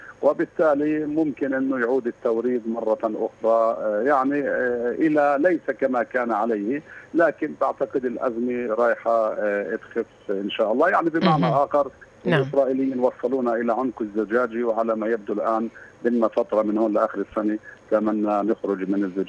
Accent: Palestine; عندنا في فلسطين

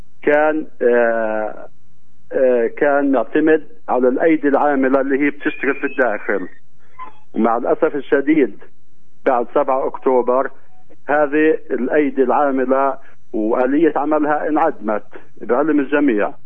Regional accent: Al-Minya, Bethlehem Governorate, Palestine; لأهالي بلدتي

